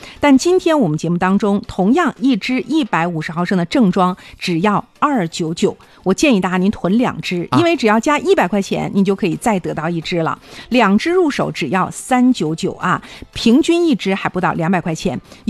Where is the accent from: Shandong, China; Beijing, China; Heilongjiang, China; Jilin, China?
Heilongjiang, China; Harbin; 去支持一下我们的家乡哈尔滨队啊